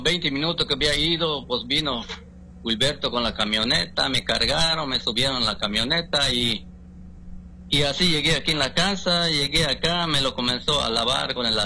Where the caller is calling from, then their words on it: Cancún, Quintana Roo, Mexico; aquí de Cancún